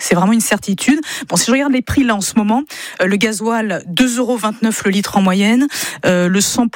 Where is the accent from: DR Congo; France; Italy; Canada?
France; le Brent, tout simplement, c'est le thermomètre du prix du pétrole chez nous en France